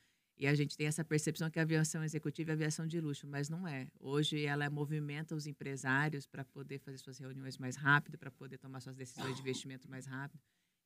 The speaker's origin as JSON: {"language": "Portuguese", "town": "Bandeirantes", "region": "Paraná", "country": "Brazil", "said": "Eu sou aqui de Bandeirantes, Paraná"}